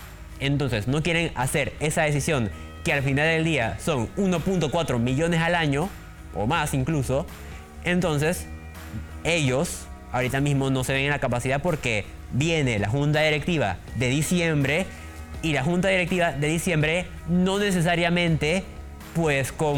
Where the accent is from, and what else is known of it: Panama